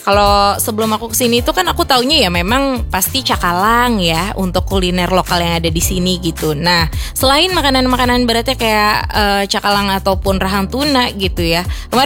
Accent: Jakarta, Indonesia; Kalau aku dari Jakarta, biasanya kalau nyari takjil itu di Jakarta identiknya dengan gorengan sama lontong isi oncom atau isi sayuran gitu ya.

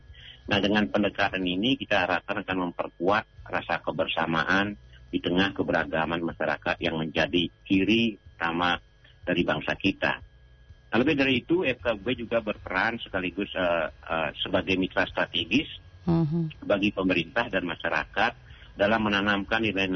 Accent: Bali, Indonesia; Nah, kita tahu meskipun saya suku Bali, tapi saya pernah banyak belajar dari Gorontalo.

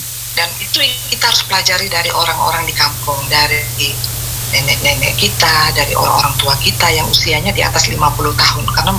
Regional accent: Flores, East Nusa Tenggara, Indonesia; kita orang Flores

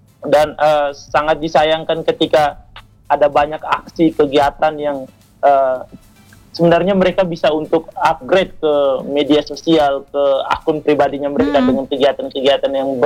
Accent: Ende, East Nusa Tenggara, Indonesia; identitas kita sebagai orang ND, sebagai orang NTT. Dan itu satu kebanggaan benar

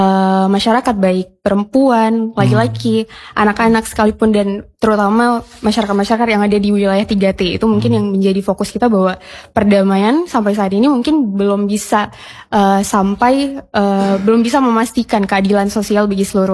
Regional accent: Aceh, Indonesia; Iya, sebagai warga Aceh, Bang. Yeah. Kita kan punya sejarah bahwa Aceh pernah mengalami konflik.

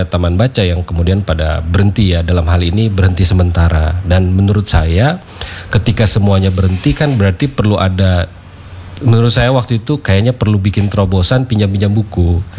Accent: Nabire, Central Papua, Indonesia; moved away as an adult; now in Jakarta, Indonesia; saya lahir besar di Nabire, kemudian ya saya lahir besar di Nabire, cuman kan begitu kuliah bekerjanya di Jakarta.

